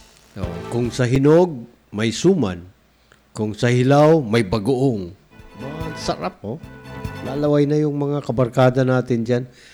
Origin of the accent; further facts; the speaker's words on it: Panabo, Davao Region, Philippines; moved away; Doon sa amin sa Davao, sa Southern Davao, Panabos City